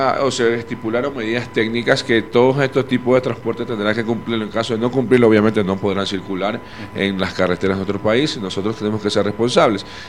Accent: Coast, Ecuador; soy costeño

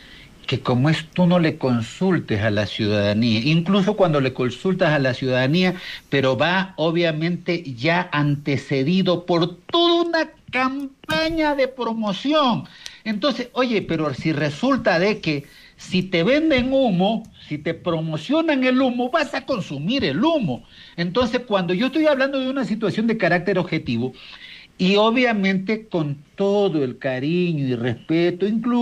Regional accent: Chone, Manabí, Ecuador; mi pueblo, de Chone

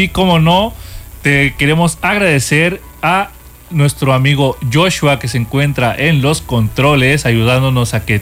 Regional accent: Mexico; Soy un hombre mexicano de 1.98 de estatura.

